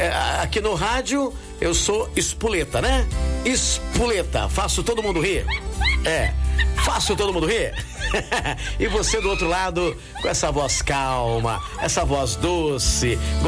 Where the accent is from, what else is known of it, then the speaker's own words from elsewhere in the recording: Descalvado, São Paulo, Brazil; Diz aí, Fátima, em Descalvado, minha terra querida, amada e inesquecível.